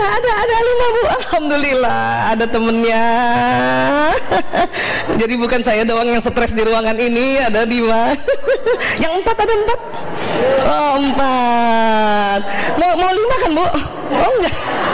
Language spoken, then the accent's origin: Indonesian; Makassar, South Sulawesi, Indonesia; Kalau saya memang orang Bugis Makassar, ibu saya orang Palembang ya, tapi saya jumpanya di Makassar.